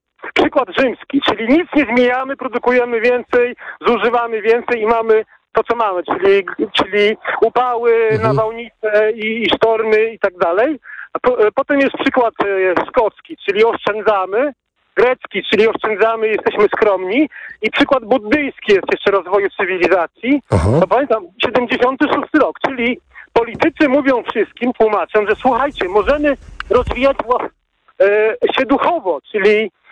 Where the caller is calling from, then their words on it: Gdańsk, Pomeranian Voivodeship, Poland; Ja mieszkam na zachodnich rubieżach Gdańska, gdzie jeszcze w 72 roku był powiat kartuski, taka Gdańsk-Okoski to się nazywa, czyli przedmieścia.